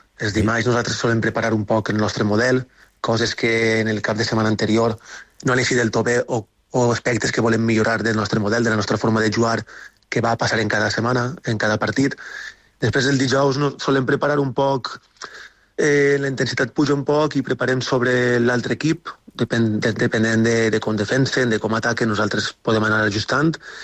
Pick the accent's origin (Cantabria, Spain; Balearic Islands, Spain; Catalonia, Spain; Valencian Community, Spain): Valencian Community, Spain; Xeraco; jo soc de Jeraco, que està al costat